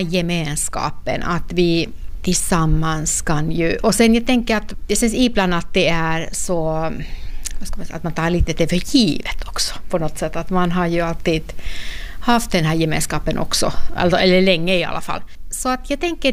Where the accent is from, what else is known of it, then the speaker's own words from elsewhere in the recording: Finland; Swedish is a second language; now in Sweden; Så att han är också från Finland, men var 2 när de flyttade till Sverige då med sina föräldrar på 60- eller 70-talet då. Så att Sverige-finne kallar man väl då att man är.